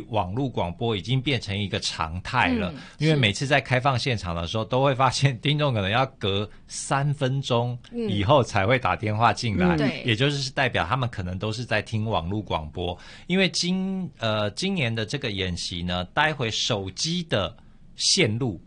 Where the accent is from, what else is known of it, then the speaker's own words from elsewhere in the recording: Taiwan; 对于我们台湾人来讲